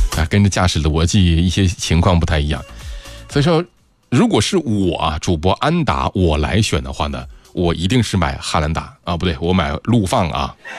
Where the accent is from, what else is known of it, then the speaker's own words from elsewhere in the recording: northern China, China; 可能也是我是北方人的原因吧。就从小接触的一汽丰田的很多东西啊，一汽大众的、一汽丰田的很多都是在北方看的